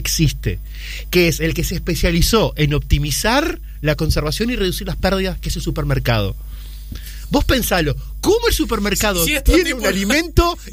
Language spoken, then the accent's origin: Spanish; Artigas, Uruguay; moved away as an adult; also born or lived in Montevideo; now in Las Piedras, Uruguay; No, soy de Artigas. Artigas.